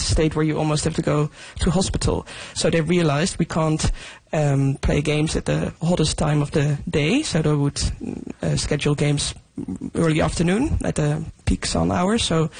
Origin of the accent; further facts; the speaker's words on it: Netherlands; moved away; also born or lived in Scotland; I think growing up there wasn't growing up in the Netherlands playing football there wasn't too many weather events, other than it at times being a bit cold in winter